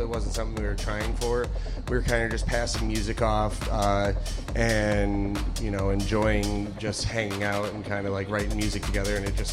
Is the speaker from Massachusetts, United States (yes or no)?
no; Detroit, Michigan, United States; we're from Detroit.